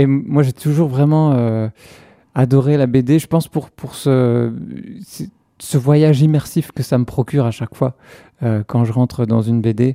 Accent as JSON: {"language": "French", "town": "Braine-le-Comte", "region": "Wallonia", "country": "Belgium", "tie": "born or raised there", "said": "J'ai grandi à Braine-le-Comte, dans le Hainaut."}